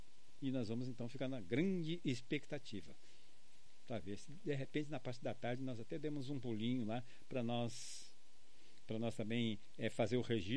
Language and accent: Portuguese; Pelotas, Rio Grande do Sul, Brazil; nós, como pelotense, também nos sentimos orgulhosos